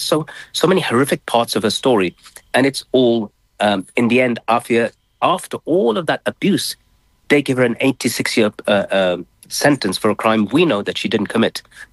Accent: United Kingdom; I come from the United Kingdom

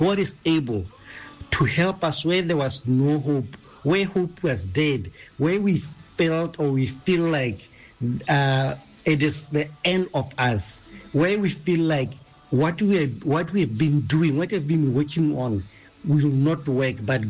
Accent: Kokwehi, Botswana; now in Mahalate, Botswana; I'm in Mahalate, but my hometown is Kokwehi.

